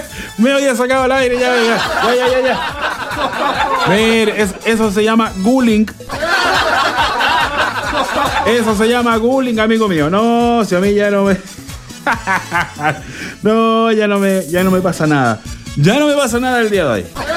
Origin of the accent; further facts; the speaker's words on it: Chile; aquí estamos trabajando como todo chileno nomás